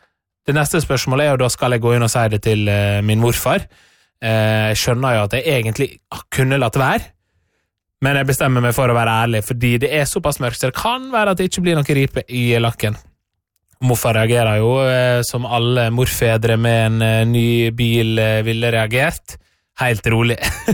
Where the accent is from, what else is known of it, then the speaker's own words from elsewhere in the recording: Møre og Romsdal, Norway; moved away; jeg var hjemme, og hjemme på Sunnmøre I min barndomsheim